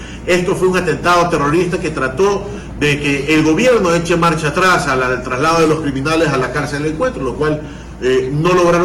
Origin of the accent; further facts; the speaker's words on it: Ecuador; Lo que esperamos nosotros como gobierno, como ecuatorianos, es que después de haber demostrado todo lo que ellos han cometido